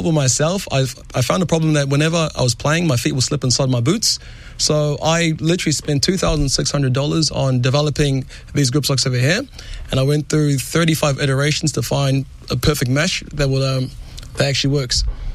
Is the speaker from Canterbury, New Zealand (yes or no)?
no; Auckland, New Zealand; Like I'm from South Auckland and I built this for my garage